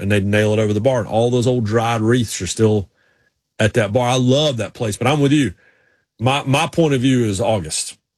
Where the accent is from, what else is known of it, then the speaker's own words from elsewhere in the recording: Raleigh, North Carolina, United States; Growing up in Raleigh in the 80s, we had all these Northeasters that moved down, and I thought the same thing.